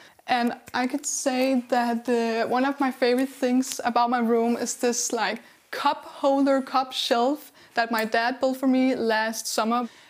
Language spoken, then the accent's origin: English; Copenhagen, Capital Region of Denmark, Denmark; I'm 20 years old. I grew up in Copenhagen and I have always lived here.